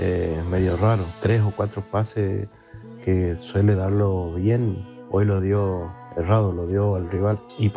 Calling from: Las Breñas, Chaco, Argentina; de Las Breñas, Chaco.

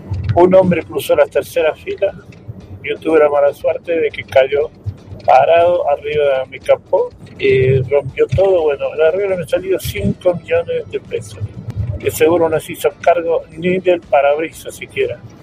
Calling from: Maipú, Mendoza, Argentina; de Maipú.

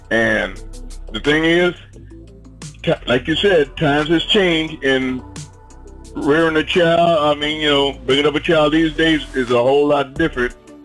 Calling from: Richmond, Virginia, United States; Richmond, Virginia.

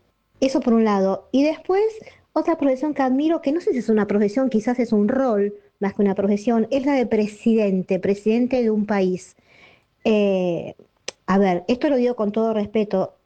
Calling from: Buenos Aires, Argentina; de Capital.

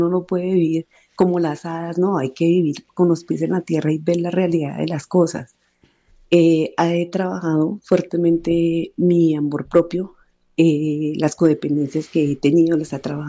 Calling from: Bogotá, Colombia

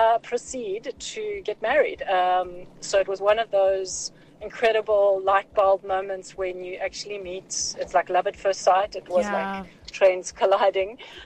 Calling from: Johannesburg, Gauteng, South Africa; I'm from Joburg.

